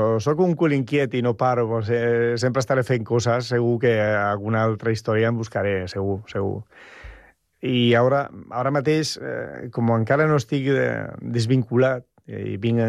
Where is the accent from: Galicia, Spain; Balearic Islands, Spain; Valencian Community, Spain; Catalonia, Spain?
Galicia, Spain; Sí, al meu poble